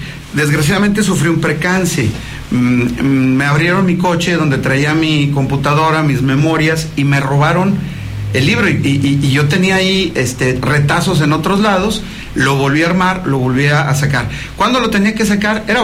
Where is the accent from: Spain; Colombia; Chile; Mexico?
Mexico; born there; como persona nacida en este país, como mexicano